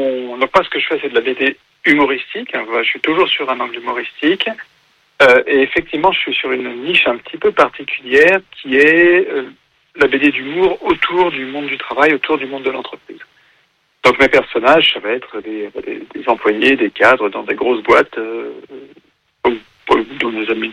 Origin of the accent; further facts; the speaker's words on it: Lyon, Auvergne-Rhône-Alpes, France; Moi, je suis lyonnais d'origine et j'habite en Bourgogne aujourd'hui.